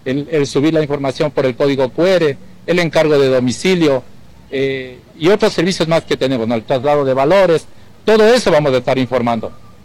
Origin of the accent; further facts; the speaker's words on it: Ecuador; somos ecuatorianos